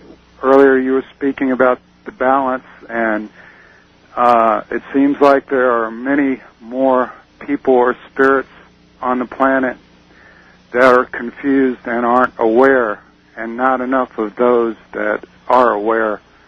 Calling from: Honolulu, Hawaii, United States; in Honolulu.

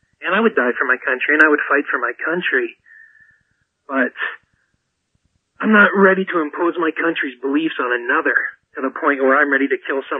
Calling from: Canada; As a Canadian, we have a different sense of patriotism up here.

